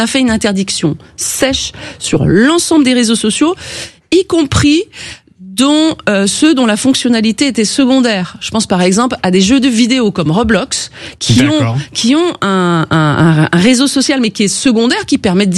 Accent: France; tous les réseaux sociaux sont concernés chez nous, en France, en tout cas, dans notre définition.

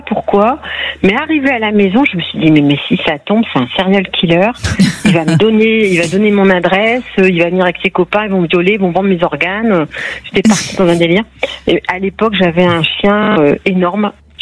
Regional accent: the north of France, France; moi je suis native du nord de la France.

